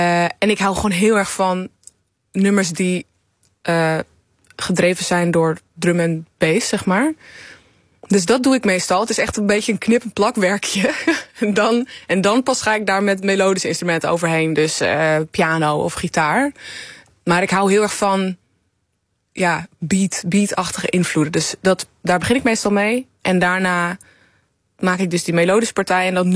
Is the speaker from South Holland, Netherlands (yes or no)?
no; Amsterdam, North Holland, Netherlands; born there; ik kom zelf uit, ik ben zelf geboren in Amsterdam. En mijn vader heeft me wel al Fries opgevoed.